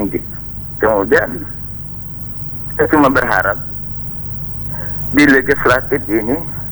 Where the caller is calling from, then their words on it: Polewali Mandar, West Sulawesi, Indonesia; kan kebetulan saya juga orang Polman.